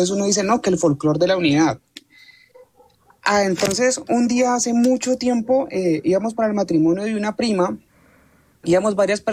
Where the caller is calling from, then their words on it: Cali, Valle del Cauca, Colombia; Desde Cali.